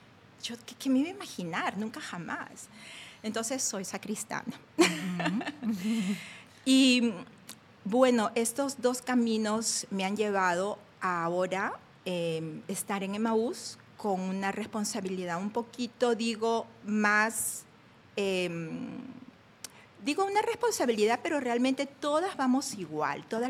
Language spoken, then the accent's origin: Spanish; Peru; el Papa, que yo soy peruana y él ha vivido ahí, me aceptaría trabajar con él.